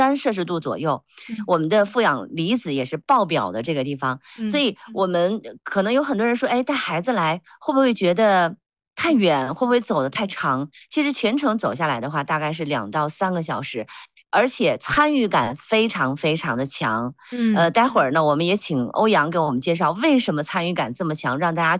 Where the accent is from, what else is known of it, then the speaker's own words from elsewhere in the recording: northern China, China; now in Pu'er, China; 因为我是北方人，那我的家人现在也在北方